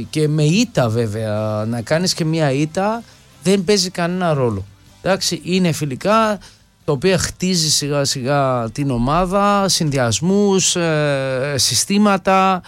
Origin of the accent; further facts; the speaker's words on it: Mytilene, North Aegean, Greece; άσχετα αν είμαι από τη Μυτιλίνη και είμαι νησιώτης